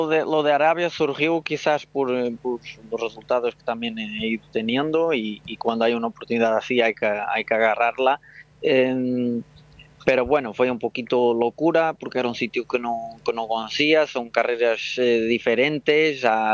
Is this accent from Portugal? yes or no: yes; Portugal; moved away as an adult; now in Madrid, Spain; de donde vengo, de Portugal